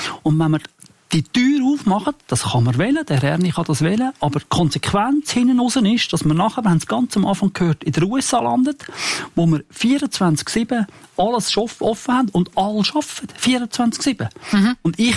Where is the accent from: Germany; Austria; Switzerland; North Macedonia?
Switzerland; Zurich; Ich bin in Zürich aufgewachsen. Ich wohne immer noch in der Stadt.